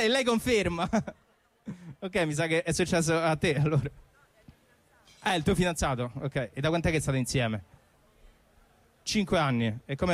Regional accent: Rome, Lazio, Italy; born there; io sono di Prati. Vabbè, per chi non conosce Prati, Prati è quel quartiere di Roma talmente ricco

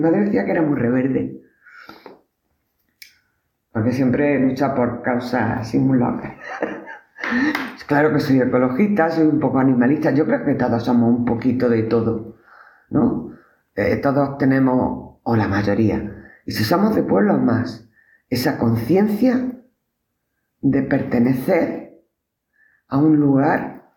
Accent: Huesca, Aragon, Spain; now in Granada, Spain; Y yo ya, como llevo 7 años, yo luego ya soy de Granada. No, nunca seré de Huesca.

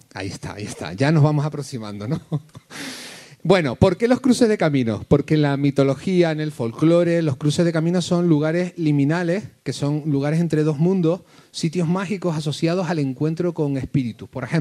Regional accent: Canary Islands, Spain; esto me lleva a pensar en algo que nosotros y nosotras como canarios lo sentimos.

